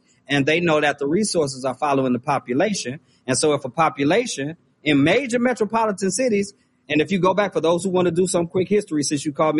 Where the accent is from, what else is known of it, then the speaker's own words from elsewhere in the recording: Benton Harbor, Michigan, United States; now in Memphis, United States; my hometown, which has been Harbor, Michigan. So I'm very familiar. I'm very familiar with the area. My family is still in Benton Harbor right now.